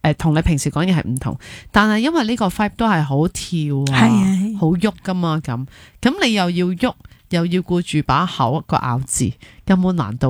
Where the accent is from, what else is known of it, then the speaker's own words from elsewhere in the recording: Hong Kong; 我哋香港人好少会咁讲噶喎